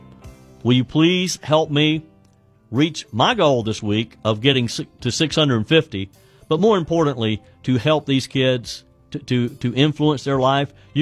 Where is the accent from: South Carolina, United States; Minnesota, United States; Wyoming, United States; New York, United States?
South Carolina, United States; happening in my home state of South Carolina today